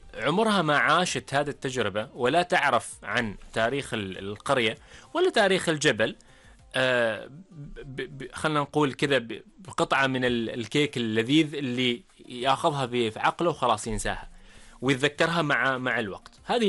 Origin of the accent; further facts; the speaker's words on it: Ad Dakhiliyah, Oman; قريتنا بالجبل الأخضر قرية الشريقة، والقرية طبعا بكل بساطة المشهورة في بالمدرجات الزراعية